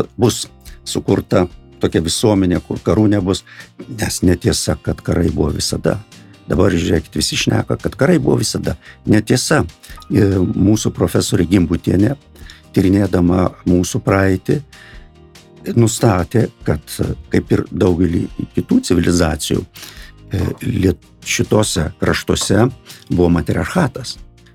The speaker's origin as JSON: {"language": "Lithuanian", "region": "Samogitia", "country": "Lithuania", "said": "aš esu žemaitis, žemaičiai nedaug žodžiauja."}